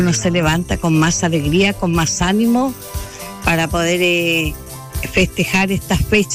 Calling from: Chile

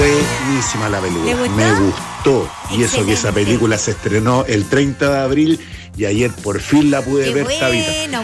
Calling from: Maipú, Santiago Metropolitan Region, Chile; de la comuna de Maipú

